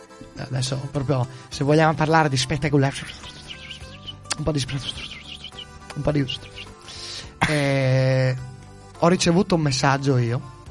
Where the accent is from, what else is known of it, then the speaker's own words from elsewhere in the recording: Friuli-Venezia Giulia, Italy; moved away; io sono un friulano tipico.